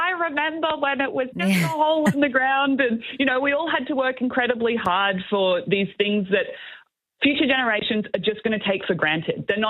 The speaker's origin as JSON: {"language": "English", "region": "Queensland", "country": "Australia", "said": "Queenslander. And I'm like, absolutely, yes, I am. And it's like this extra differentiation between being an Australian, which already puts you in a very high status, and then Queenslander, it just, we're built a little bit differently."}